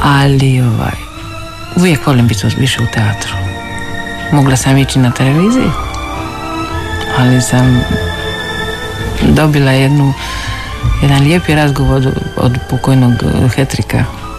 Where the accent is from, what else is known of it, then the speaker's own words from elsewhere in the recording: Vranjic, Split-Dalmatia County, Croatia; born there; rođena sam u Malom mistu i Malo misto se snimalo u mojoj kući.